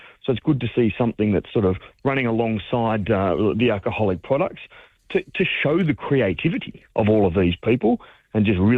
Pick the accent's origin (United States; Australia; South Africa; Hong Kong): Australia; as Australian winemakers